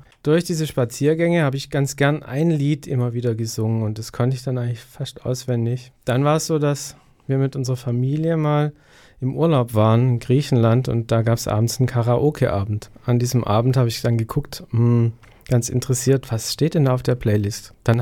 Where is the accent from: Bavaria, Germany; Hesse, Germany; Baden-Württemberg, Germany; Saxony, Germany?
Baden-Württemberg, Germany; Ich komme aus Haupt am Neckar und das ist in der Nähe von Stuttgart und das sind so ungefähr 800 Kilometer von hier. Ja, und jetzt hat es mich in den hohen Norden verschlagen